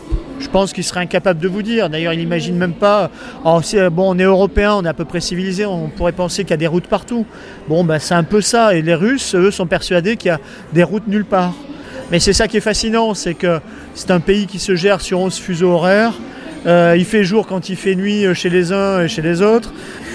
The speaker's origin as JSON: {"language": "French", "country": "France", "said": "même moi j'ai pas besoin de visa pour les États-Unis, je suis français."}